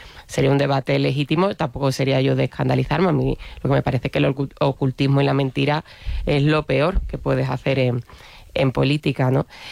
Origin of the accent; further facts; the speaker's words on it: Andalusia, Spain; yo que soy andaluza y no votaré en la Comunidad de Madrid